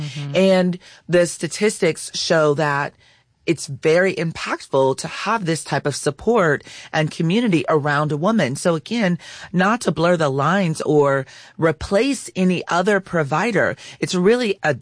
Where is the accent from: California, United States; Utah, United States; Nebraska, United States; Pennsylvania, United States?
California, United States